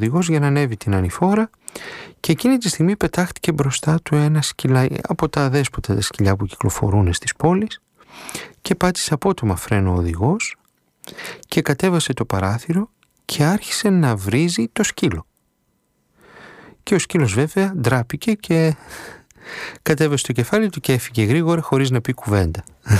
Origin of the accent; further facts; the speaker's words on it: Serres, Central Macedonia, Greece; moved away as an adult; Όταν ήμουν στην Μητρόπολη Σερών, στην πατρίδα μου, στις Σέρες